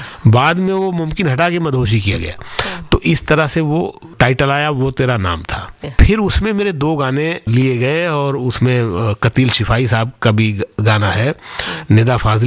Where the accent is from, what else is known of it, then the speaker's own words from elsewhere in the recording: Surat, Gujarat, India; now in Mumbai, India; तो मैं सूरत से मुंबई आ गया 2001 फरवरी में